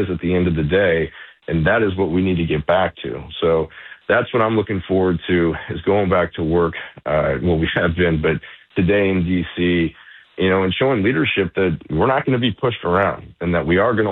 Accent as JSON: {"language": "English", "country": "United States", "tie": "born or raised there", "said": "like I did when I was growing up in the Pledge of Allegiance. And, you know, as much as we talk about patriotism or, sorry, you know, how this country is going to the left, the United States"}